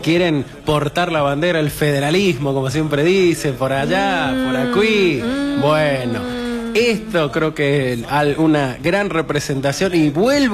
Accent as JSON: {"language": "Spanish", "region": "La Rioja", "country": "Argentina", "said": "Acá te dice uno que no nació en La Rioja, igual, pero que es absolutamente riojano, ¿eh?"}